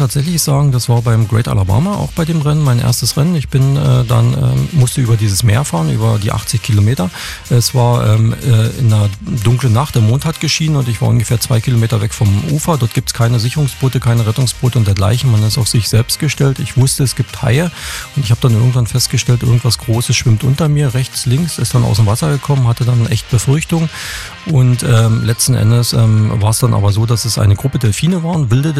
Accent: Krauschwitz, Saxony, Germany

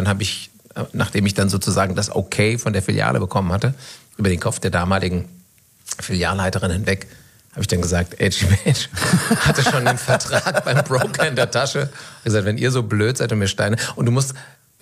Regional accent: Bad Homburg, Hesse, Germany; also born or lived in Hanau / Bad Vilbel / Frankfurt; Ich bin in Hanau geboren, aber wirklich auch nur geboren und aufgewachsen in Bad Homburg und Bad Vilbel.

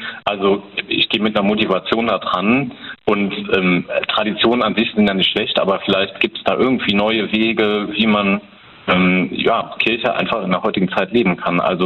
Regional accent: Trier, Rhineland-Palatinate, Germany; Also als ich hier ankam, also ursprünglich komme ich aus Trier. Die Trierer sind ja so ein bisschen zurückhaltender.

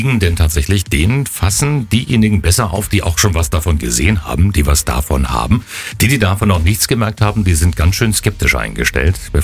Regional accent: Lusatia, Germany; sind wir Lausitzer doch viel optimistischer, als wir alle denken?

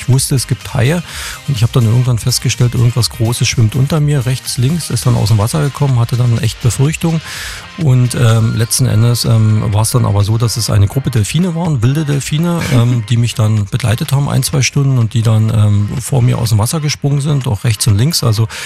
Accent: Krauschwitz, Saxony, Germany

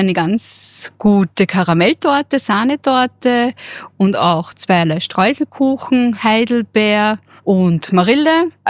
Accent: Vienna, Austria; moved away as an adult; now in Gramais, Austria; Also ich komme ursprünglich aus Wien, also die größte Gemeinde Österreichs, und bin quasi der Liebe wegen in die kleinste Gemeinde Österreichs gelandet.

